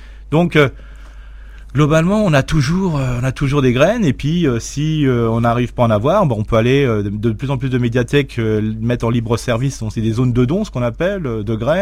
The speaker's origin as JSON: {"language": "French", "region": "Grand Est", "country": "France", "said": "on est généreux, on est alsacien, comme je dis toujours."}